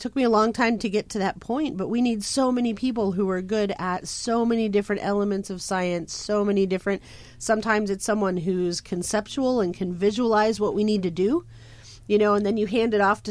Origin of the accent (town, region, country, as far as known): Mars, Pennsylvania, United States; born or raised there; moved away